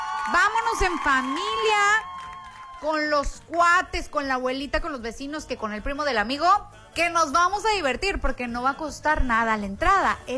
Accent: Mexico; como buenos mexicanos que somos.

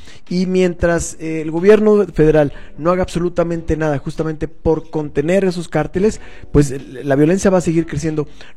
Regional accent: Mexico; muchos mexicanos nos hacemos

